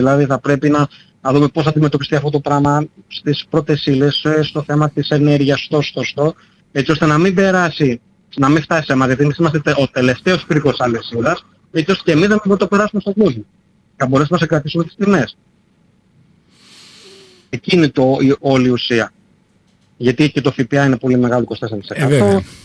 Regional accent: Athens, Attica, Greece; now in Chalkidiki, Greece; επειδή έμεινα και στην Αθήνα, όταν μεγάλωσα στην Αθήνα

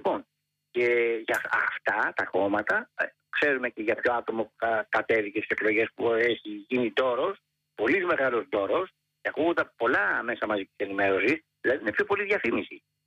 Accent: Greece; Είμαστε Ελληναράδες. Ελληναράδες.

